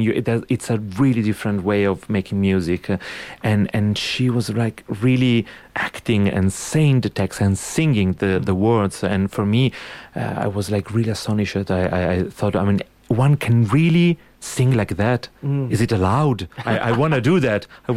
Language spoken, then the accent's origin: English; Milan, Lombardy, Italy; English is a second language; as I grew up in Milano, so every when I went to opera was La Scala